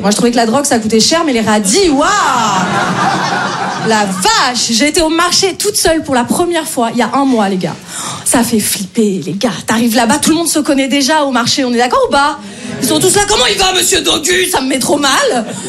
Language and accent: French; Paris, Île-de-France, France